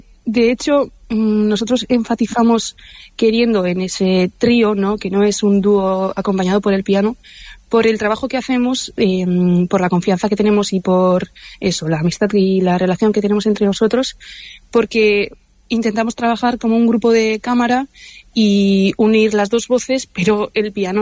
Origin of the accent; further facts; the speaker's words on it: Basque Country, Spain; los tres somos vascos y Odi y yo somos de Guipúzcoa